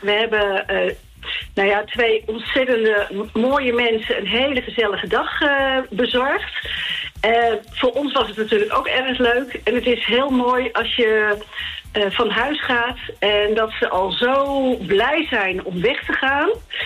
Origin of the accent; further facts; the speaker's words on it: The Hague, South Holland, Netherlands; Ik ben in Den Haag geboren en op 10 minuten van het strand was ik altijd, heel veel op het strand.